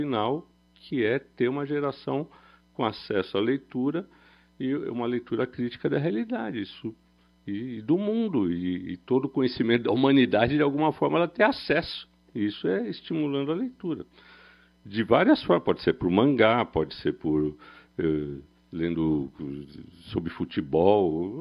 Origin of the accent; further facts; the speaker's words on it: São Paulo, Brazil; Eu sou de uma, como eu disse, sou do Campo Limpo, Capão Redondo